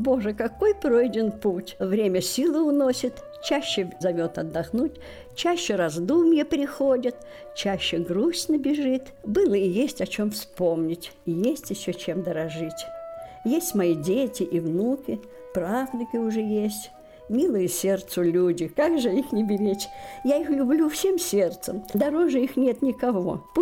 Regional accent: Moscow, Russia; born there; also born or lived in Pogoreloye Gorodishche; Родилась в Москве в 1936 году, Краснопресненский район Москвы, улица 905 года. Мы на этой улице жили. 5 лет было мне, когда война началась.

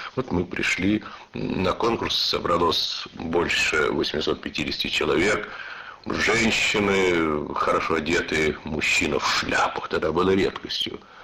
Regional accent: Vladimir, Vladimir Oblast, Russia; Я родился во Владимире, такой старинный русский город. У нас широкая река под названием Клязьма.

